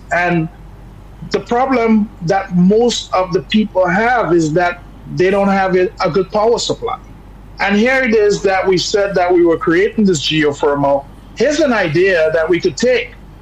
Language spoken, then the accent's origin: English; Dominica; moved away; I am from Dominica and I love my country very much.